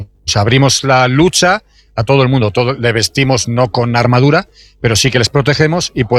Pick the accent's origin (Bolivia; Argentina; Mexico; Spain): Spain; Burgos, Castile and León